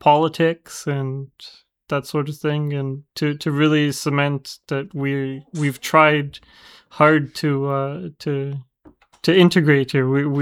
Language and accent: English; Canada; moved away as an adult; now in Germany; when you grow up where we grew up in Canada, it's very multicultural and accepting and open. And when we first moved to Germany and we lived in Dresden